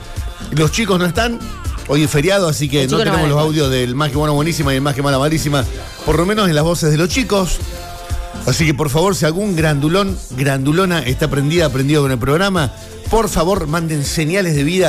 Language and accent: Spanish; Argentina; somos todos argentinos